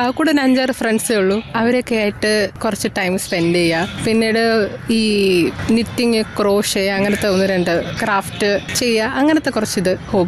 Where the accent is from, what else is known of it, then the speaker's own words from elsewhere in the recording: Thiruvananthapuram, Kerala, India; എന്റെ നാട് ഇവിടെ തിരുവനന്തപുരം തന്നെയാണ് പറയാൻ പറ്റും. അച്ഛന്റെ നാട് പാറശാലയാണ്, അമ്മ ഇവിടെ തന്നെ ട്രിവാൻഡ്രം സിറ്റി തന്നെയാണ്.